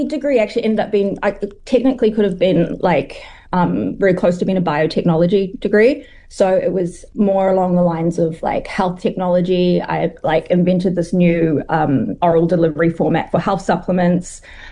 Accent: New Zealand; moved away as an adult; also born or lived in Wellington; now in China; I grew up speaking Chinese, even though I grew up in New Zealand.

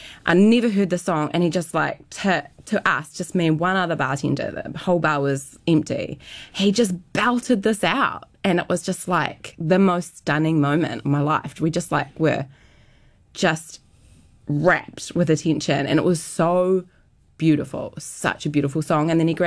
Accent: Martinborough, Wellington, New Zealand; I grew up in Martinborough. Yeah, so a tiny town, a bit bougie now, but it really was not bougie when I was young. And very much in the country. It's about an hour or so from Wellington.

